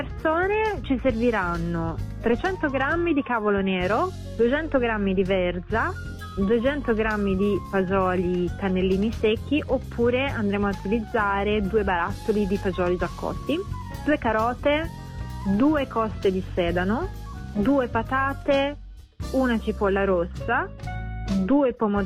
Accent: Siena, Tuscany, Italy; poi io dico la variante senese, che è quella lì con cui sono cresciuta

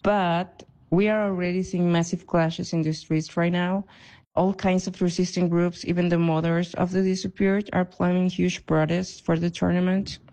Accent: Mexico City, Mexico; I'm from Mexico City.

